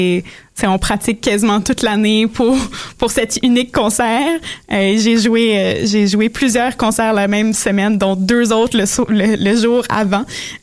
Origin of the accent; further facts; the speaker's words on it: Montreal, Quebec, Canada; comme je viens de Montréal